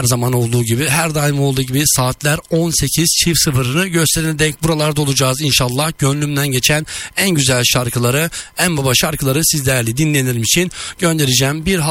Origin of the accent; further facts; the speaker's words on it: Black Sea Region, Turkey; now in Istanbul, Turkey; Bu arada Karadeniz bölgesinde, özellikle bizim köyde, memleketimizde, Rize'de, Trabzon'da